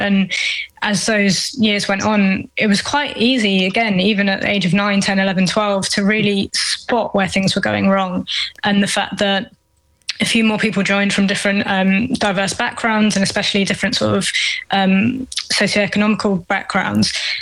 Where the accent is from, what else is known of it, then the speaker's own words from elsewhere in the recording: Tottenham, London, United Kingdom; I played for Spurs when I was young, and I grew up in Tottenham